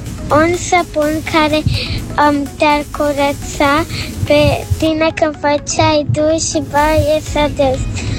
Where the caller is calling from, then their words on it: Satu Mare, Satu Mare County, Romania; din Satul Mare, am 8 ani